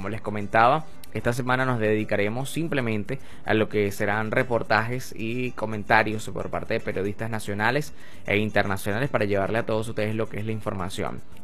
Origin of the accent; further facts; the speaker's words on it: Venezuela; Hoy más que nunca sabemos y somos venezolanos